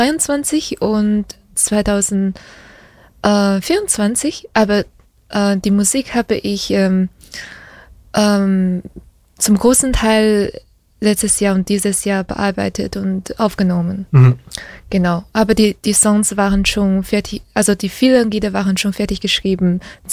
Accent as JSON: {"language": "German", "country": "China", "first_language": "Chinese", "second_language": "German", "said": "Ich bin aus China. Hm? Chinesisch ist meine Muttersprache, ich spreche Deutsch, aber ich verstehe auch Schweizerdeutsch."}